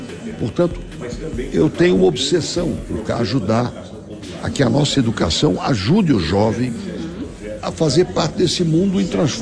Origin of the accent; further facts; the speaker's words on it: Santa Catarina, Brazil; sou de Santa Catarina, pertenço ao estado de Santa Catarina